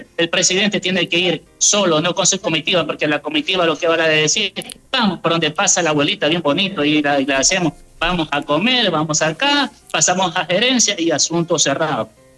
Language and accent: Spanish; Guayaquil, Guayas, Ecuador; yo soy de acá de Guayaquil.